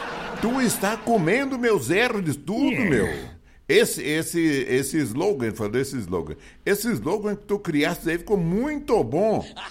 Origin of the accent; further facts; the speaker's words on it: Minas Gerais, Brazil; Eu comecei lá falando português, o R bem morto, né? Nós mineiros tem o R morto, né?